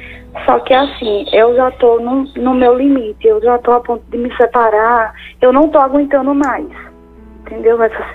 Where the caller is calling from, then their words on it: Brazil; Eu tô falando de algum lugar do Brasil.